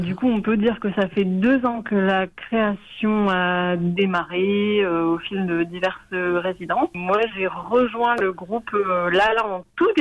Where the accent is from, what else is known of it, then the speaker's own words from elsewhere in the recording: Nouvelle-Aquitaine, France; moved away as an adult; now in Bagnères-de-Bigorre, France; Moi, j'ai grandi au Pays Basque, j'ai passé toute mon enfance, adolescence, tout ça